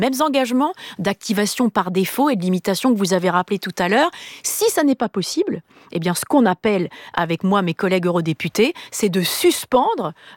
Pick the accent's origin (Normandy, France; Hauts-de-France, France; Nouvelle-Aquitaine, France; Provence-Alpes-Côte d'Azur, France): Normandy, France; On dit, moi, je suis normande et en Normandie, vous savez, on dit c'est à la fin de la foire, mais qu'on compte les bouses.